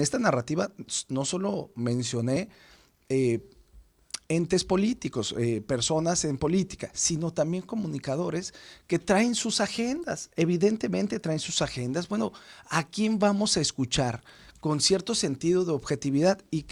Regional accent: Ciudad Juárez, Chihuahua, Mexico; me dice, ¿de dónde eres? De Ciudad Juárez.

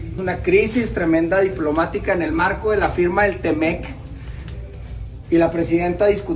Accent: Mexico

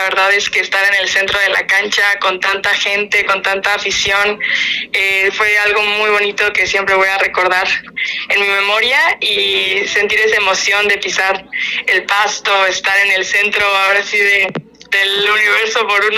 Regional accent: Mexico; porque somos mexicanos.

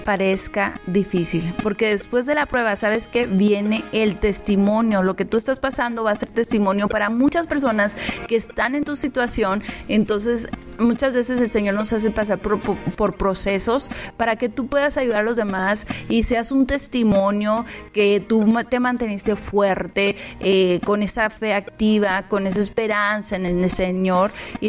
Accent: Delicias, Chihuahua, Mexico; Yo vengo de rancho, hermanos, así que ustedes me van a ir conociendo. Soy de Delicias, Chihuahua, y me da mucho orgullo si soy de rancho.

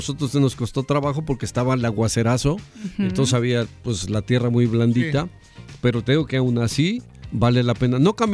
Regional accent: Xico, Veracruz, Mexico; Ya próximamente vamos a hablar de mi pueblo

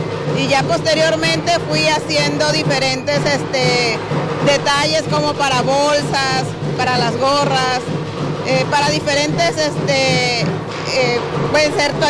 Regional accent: Cárdenas, Tabasco, Mexico; Soy de Cárdenas, Tabasco

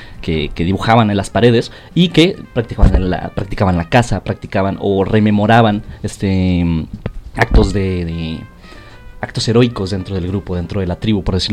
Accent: Namiquipa, Chihuahua, Mexico; moved away; fuimos a mi pueblo, hizo de Namiquipa, y justamente mis abuelos tenían un cine en mi pueblo.

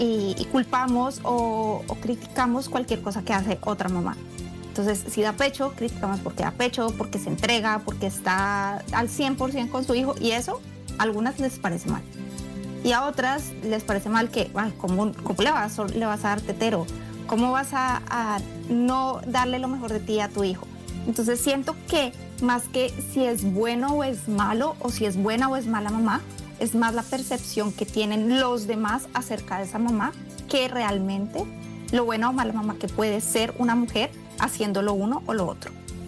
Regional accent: Colombia; now in Belgium; colombiana, viviendo en Bélgica.

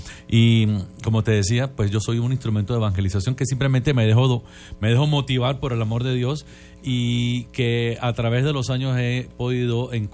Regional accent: Venezuela; now in Mexico; soy cantautor católico venezolano viviendo en México desde hace ya 9 años.

